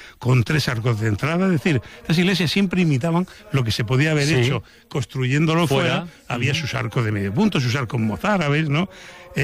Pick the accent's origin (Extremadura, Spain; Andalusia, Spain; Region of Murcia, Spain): Region of Murcia, Spain